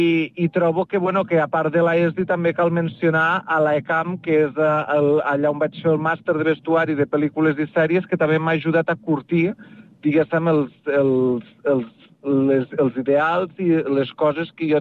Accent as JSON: {"language": "Catalan", "town": "Mollerussa", "region": "Catalonia", "country": "Spain", "said": "el meu poble i jo tinc molta estima al meu poble i a la meva gent i a la meva terra d'aquí"}